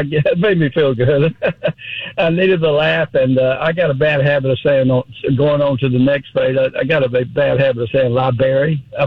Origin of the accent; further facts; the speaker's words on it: Texas, United States; I'm a visitor from Texas, but I listen to you regularly.